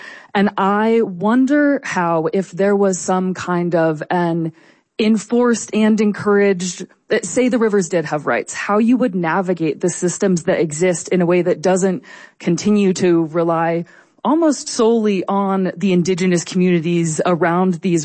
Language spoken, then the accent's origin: English; Alaska, United States; now in Colorado, United States; I come to Colorado from Alaska.